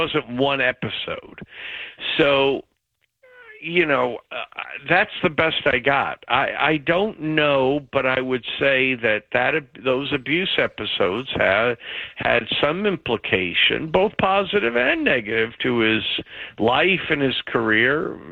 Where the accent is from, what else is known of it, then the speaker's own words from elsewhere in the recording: New York, United States; By the way, I'm from New York. I was born in New York.